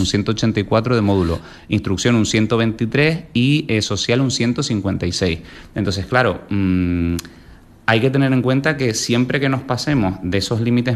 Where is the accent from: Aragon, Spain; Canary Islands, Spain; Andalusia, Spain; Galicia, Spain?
Canary Islands, Spain; Tenerife; now in Lanzarote, Spain; Yo soy canario, soy de Tenerife.